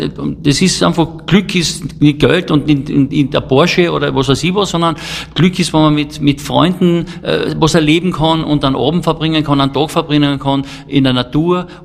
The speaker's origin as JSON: {"language": "German", "town": "Velden am Wörthersee", "region": "Carinthia", "country": "Austria", "tie": "born or raised there", "said": "Ich bin im Feld am Wörthersee groß geworden. Ich habe im Wörthersee schwimmen gelernt."}